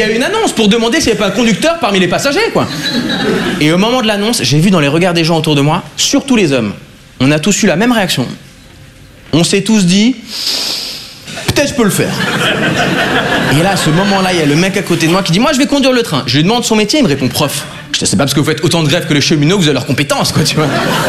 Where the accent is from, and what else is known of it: Switzerland; now in France